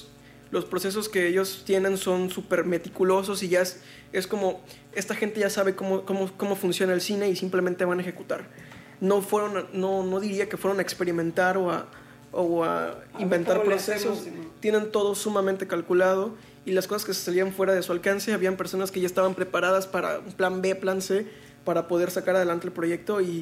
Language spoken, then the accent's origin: Spanish; Ciudad del Carmen, Campeche, Mexico; Soy Ciudad del Carmen.